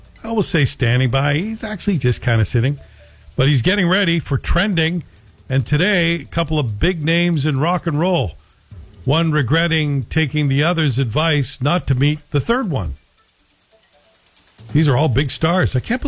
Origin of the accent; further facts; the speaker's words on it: Scotland, United Kingdom; now in Canada; I'm the Scottish guy in the shade.